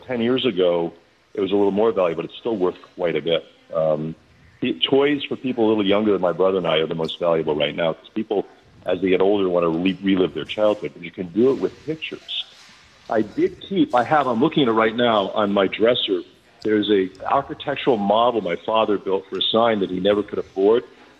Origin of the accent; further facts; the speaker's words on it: Fall River, Massachusetts, United States; now in San Francisco, United States; I grew up in Fall River in Swansea